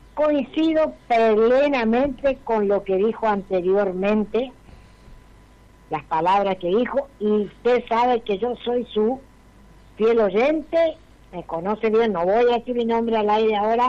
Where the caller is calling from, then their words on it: Campo Largo, Chaco, Argentina; Yo soy del pueblo de Campo Largo.